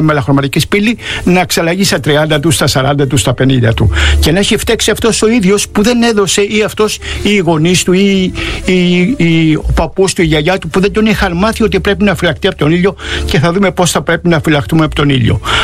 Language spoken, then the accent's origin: Greek; Piraeus, Attica, Greece; Είμαι Πειραιώτης γέννημα θρέμμα.